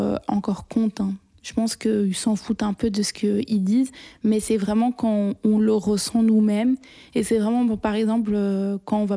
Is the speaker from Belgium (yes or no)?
yes; Belgium; Pour moi, c'est une évidence que déjà, eux qui nous pointent du doigt, la plupart, nous, on est nés en Belgique. Donc, on est belge, on est citoyen belge.